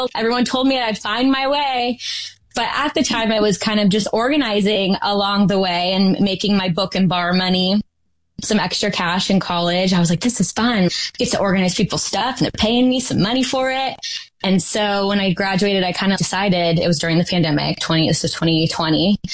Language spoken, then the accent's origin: English; California, United States; now in Sacramento, United States; So now our home base is Sacramento, California, but I grew up in the Central Valley where Wendy's located.